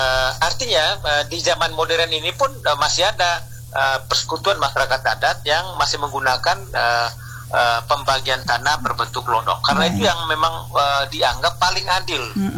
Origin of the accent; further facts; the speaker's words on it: Bailolos, East Nusa Tenggara, Indonesia; kalau misalnya di kampung saya misalnya di Rangat, Desa Bailolos ya